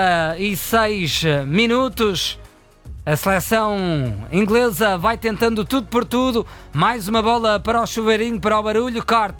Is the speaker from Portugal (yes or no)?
yes; Portugal; nós, sendo portugueses